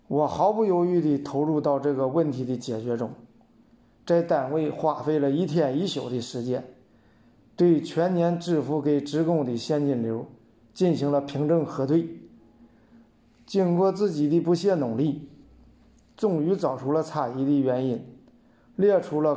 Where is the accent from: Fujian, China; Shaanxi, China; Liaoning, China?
Liaoning, China; 我出生在辽宁，我的根就在辽宁。